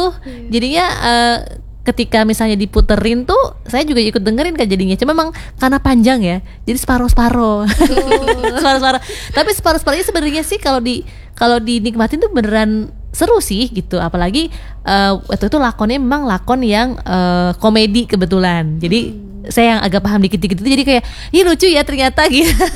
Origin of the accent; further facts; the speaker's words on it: West Java, Indonesia; saya asli dari Jawa Barat, dari Sunda